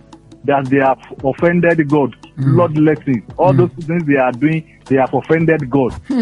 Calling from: Nigeria

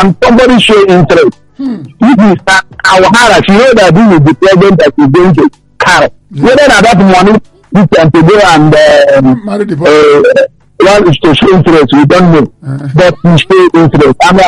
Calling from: Nigeria

